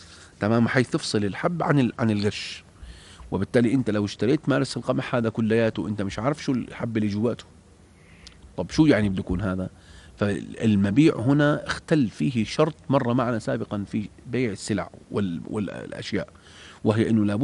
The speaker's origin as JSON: {"language": "Arabic", "country": "Jordan", "said": "عندنا في الأردن"}